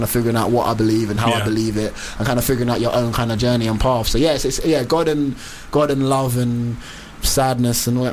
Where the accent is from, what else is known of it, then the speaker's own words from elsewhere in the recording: Newham, London, United Kingdom; I grew up in East.